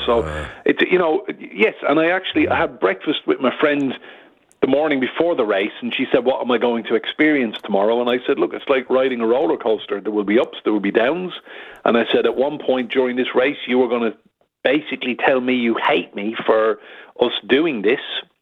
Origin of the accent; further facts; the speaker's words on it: Enniscorthy, Leinster, Ireland; And his grandmother's actually from my hometown, Enniscorthy in County Wexford.